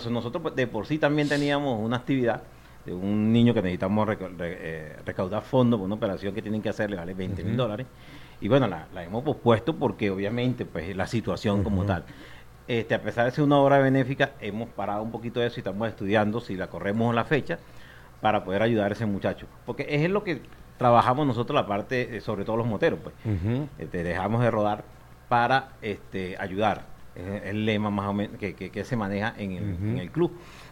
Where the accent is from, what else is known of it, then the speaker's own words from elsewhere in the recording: Caracas, Capital District, Venezuela; now in Mérida, Venezuela; yo soy caraqueño.